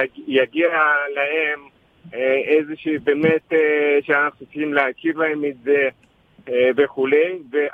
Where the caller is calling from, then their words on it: Petah Tikva, Central District, Israel; מפתח תקווה